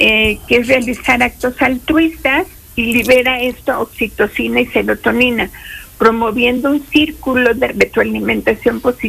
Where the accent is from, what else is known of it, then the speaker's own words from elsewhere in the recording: Mexico; nosotros somos los mexicanos